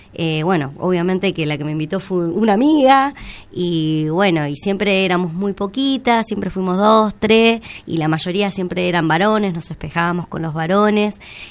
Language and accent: Spanish; Rawson, Chubut, Argentina; moved away; also born or lived in Entre Ríos / Lago Puelo / Córdoba; yo la verdad es que solamente nací en Entre Ríos. Mi familia desde los 8 meses me trajeron a vivir a esta hermosa Patagonia, al sur, al mar, y bueno, y me crié acá.